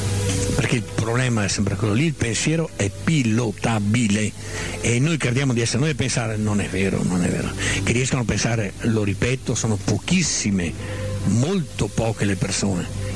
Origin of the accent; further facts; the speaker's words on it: Veneto, Italy; il nostro Veneto, la mia terra, ha un difetto, io lo so, la conosco perché è la mia terra e la mia gente la conosco bene